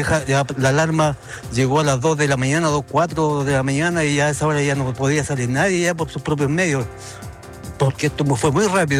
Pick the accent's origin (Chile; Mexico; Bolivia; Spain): Chile; Como chilenos nos merecemos una vivienda digna y vivir en tranquilidad.